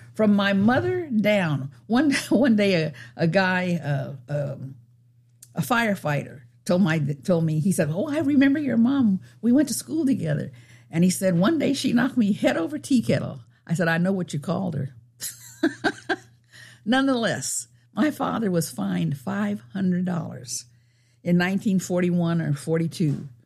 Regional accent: United States; I grew up black in America. I was in my 40s at that time, maybe 50s.

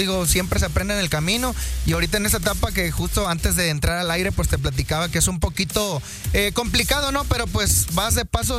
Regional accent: Loma Bonita, Oaxaca, Mexico; también en mi tierra, canal, en Loma Bonita, Oaxaca.

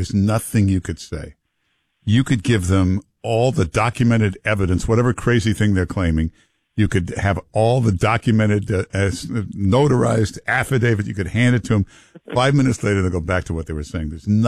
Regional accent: Michigan, United States; Really? I'm from Michigan.

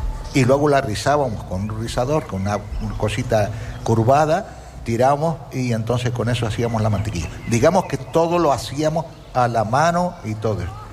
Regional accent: Canary Islands, Spain; born there

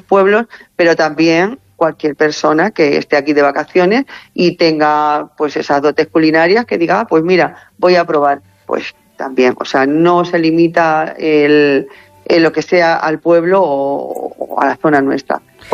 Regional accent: Poyales del Hoyo, Castile and León, Spain

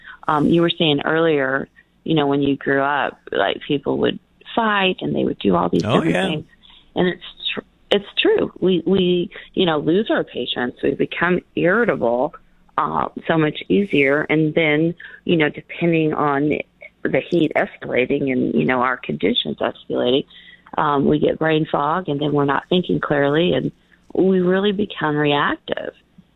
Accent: Texas, United States; also born or lived in New Mexico; I was from Texas and New Mexico, and I remember my parents, there was an ice block store

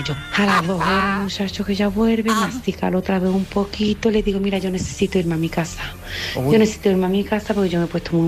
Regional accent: Seville, Andalusia, Spain; soy de Sevilla.

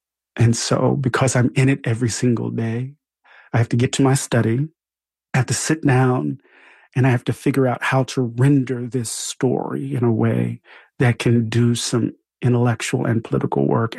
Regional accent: Mississippi, United States; I'm from Mississippi.

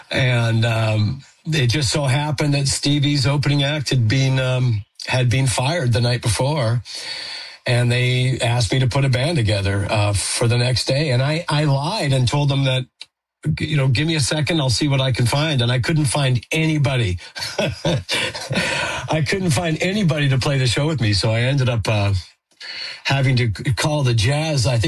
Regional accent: Saskatchewan, Canada

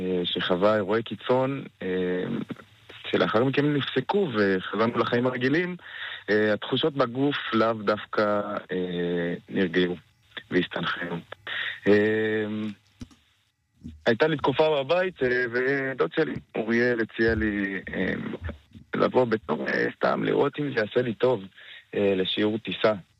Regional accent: Jerusalem, Jerusalem District, Israel; אז אני בן 22, אני מירושלים.

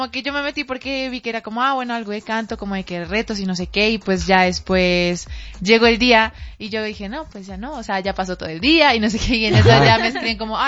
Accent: Venezuela; also born or lived in Colombia; now in Mexico; Yo soy de Venezuela.

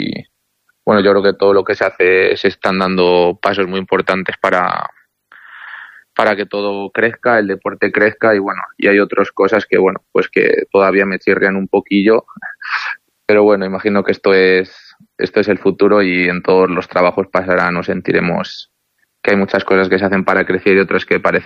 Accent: Ávila, Castile and León, Spain; Al final soy de la Navarra del Marqués, pero he nacido en Ávila, he ido al colegio en Ávila. Y bueno, y tengo muchos amigos en la ciudad.

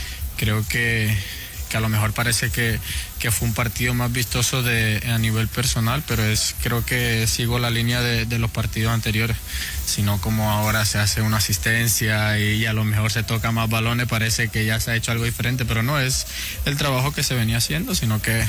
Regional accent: Colombia; yo creo que sabemos cómo no somos nosotros colombianos en ese sentido de que tendemos a relajarnos cuando no vemos un gran nombre delante.

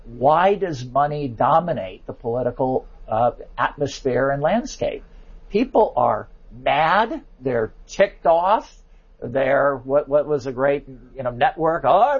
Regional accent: South Bend, Indiana, United States; my hometown of South Bend, Indiana.

